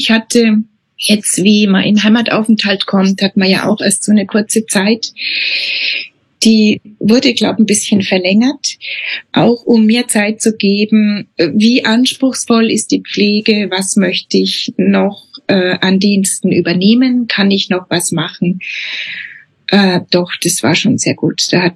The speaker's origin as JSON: {"language": "German", "region": "Bavaria", "country": "Germany", "said": "also ich bin aus dem Unterfränkischen, immer einmal im Jahr eine ein Thai-Wochenende"}